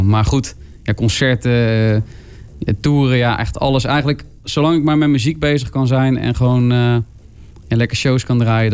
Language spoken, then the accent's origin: Dutch; Bergen op Zoom, North Brabant, Netherlands; Maar ik kom uit Berg op Zoom. Dus de Bergenaren onder ons, die snappen precies wat ik bedoel.